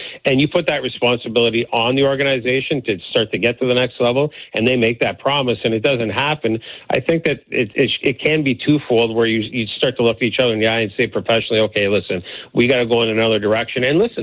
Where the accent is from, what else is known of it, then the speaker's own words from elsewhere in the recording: Newfoundland and Labrador, Canada; I'm from The Rock